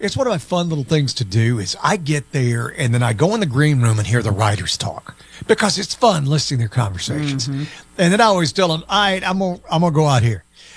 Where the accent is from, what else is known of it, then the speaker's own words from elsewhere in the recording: Florence, Alabama, United States; now in California, United States; if you are in my hometown of Florella, Alabama